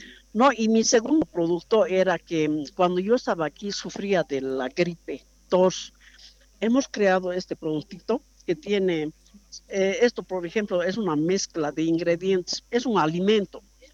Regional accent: Llallagua, Potosí, Bolivia; born there; now in Cochabamba, Bolivia; yo soy yayagüeña.

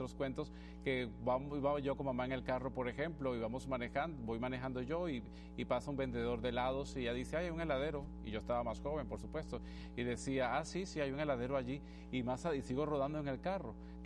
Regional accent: Venezuela; Lucía es de Puerto Rico, yo soy de Venezuela y tenemos el mismo idioma español

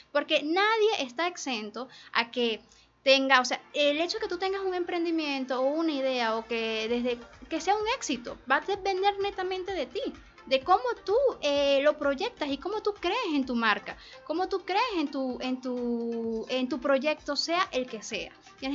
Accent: Venezuela; Ese antes, ese luego afuera y ese volver a Venezuela y volver a creer en mi país y volver, es que me permite estar hoy acá sintiéndome orgullosa de decidir quedarme en mi país

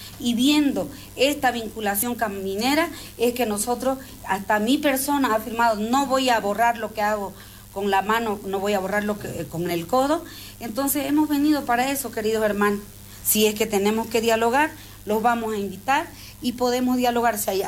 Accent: San Borja, Beni, Bolivia; Yo vengo de San Borja, él viene de San Ignacio, y todos los problemas que tenemos para poder sacar

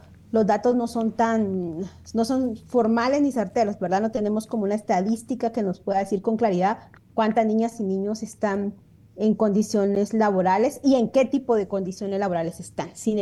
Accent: Guatemala; como si fuera parte de lo que vemos cotidianamente como guatemaltecas y guatemaltecos

